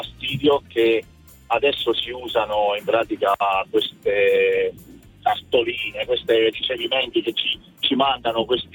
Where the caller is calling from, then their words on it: Campobasso, Molise, Italy; Allora, sono di Campobasso, Molise.